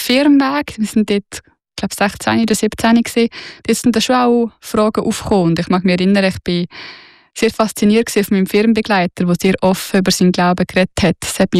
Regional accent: Lucerne, Switzerland; ich bin auf dem Land im Kanton Luzern aufgewachsen

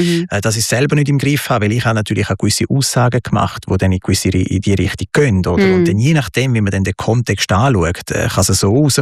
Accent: Switzerland; Ja, von was kommt es, oder? Ich bin Schweizer.

